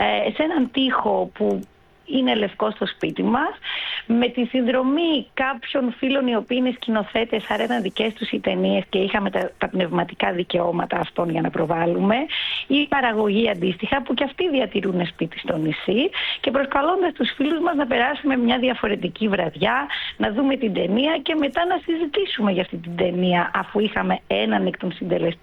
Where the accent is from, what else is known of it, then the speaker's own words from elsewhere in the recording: Thessaloniki, Central Macedonia, Greece; γιατί είμαι Θεσσαλονικιά, που διατηρώ εξοχική κατοικία στο νησί.